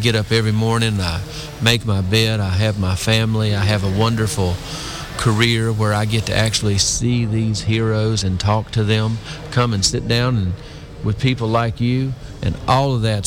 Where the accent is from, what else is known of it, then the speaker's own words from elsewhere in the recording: North Carolina, United States; Well, I grew up in North Carolina, and I was adopted when I was 5 years old. So when we talk about my dad, we lived on a dirt road in North Carolina.